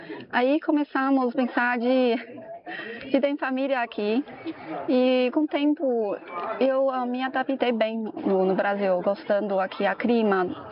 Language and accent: Portuguese; China; moved away as an adult; now in Brazil; Sou chinesa e sou...